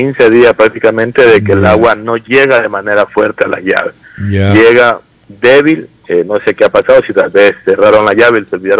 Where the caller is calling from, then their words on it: Esmeraldas, Ecuador; aquí les saluda … del barrio La Florida.